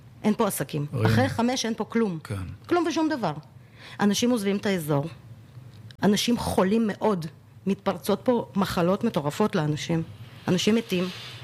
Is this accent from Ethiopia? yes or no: no; Turkmenistan; now in Israel; מטורקמניסטן, וההורים שלי הם ילדי אוקראינה.